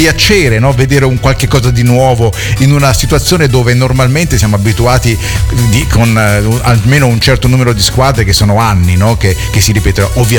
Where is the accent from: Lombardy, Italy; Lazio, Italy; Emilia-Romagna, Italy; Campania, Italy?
Lazio, Italy; Rome; Da romano ti posso dire che, anche se non sono uno che segue il calcio, però sentire il Frosinone in Serie A è una cosa che ti fa sentire un po' strano, no?